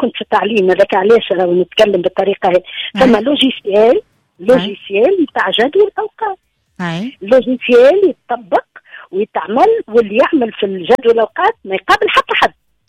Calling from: Tunis, Tunis Governorate, Tunisia; أنا من العاصمة من تونس والية.

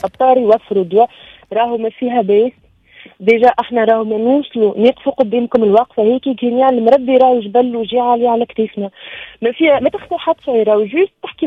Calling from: Tunisia

